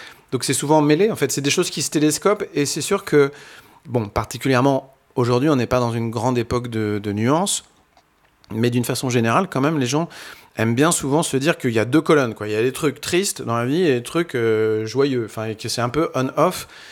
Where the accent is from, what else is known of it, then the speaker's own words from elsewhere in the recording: Normandy, France; comme moi, je suis normand, je suis un peu ignifugé, par exemple, contre... les ambiances de pluie.